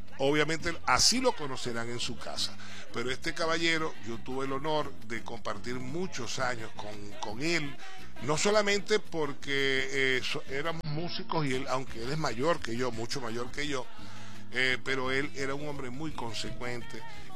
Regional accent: Zulia, Venezuela; ustedes saben que nosotros los maracuchos tenemos invadido todas las partes, en todos lados.

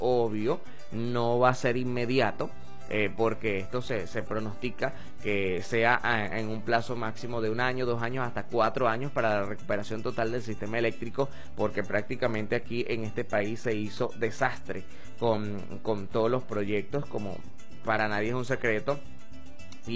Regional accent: Venezuela; para nosotros como venezolanos

